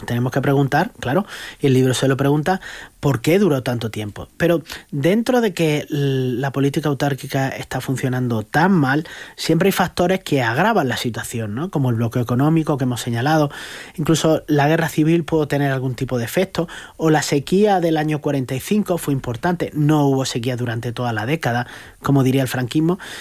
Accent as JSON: {"language": "Spanish", "region": "Andalusia", "country": "Spain", "said": "Andalucía, a precisamente mi tierra."}